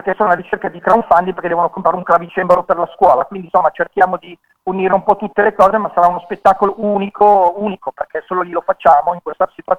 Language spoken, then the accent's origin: Italian; Milan, Lombardy, Italy; moved away as an adult; now in Osnago, Italy; io poi avendo radici milanesi, cioè sono nato, cresciuto a Milano per tanti anni, sono trasferito qua da qualche anno